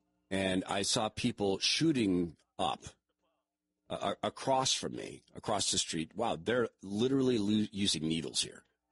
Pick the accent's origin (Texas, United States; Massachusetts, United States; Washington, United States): Washington, United States; Spokane; And I'm amazed at San Francisco and the wealth and the difference to where I grew up in Spokane, Washington.